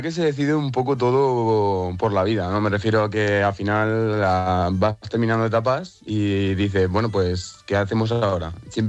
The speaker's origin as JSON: {"language": "Spanish", "town": "Bigastro", "region": "Valencian Community", "country": "Spain", "lives_now": "Ireland", "said": "Sí, yo soy de Bigastro, no sé si lo conoceréis"}